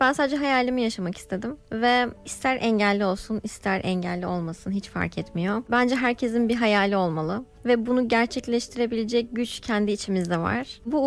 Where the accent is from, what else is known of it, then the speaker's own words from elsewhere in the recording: Istanbul, Turkey; born there; 1992 İstanbul doğumluyum.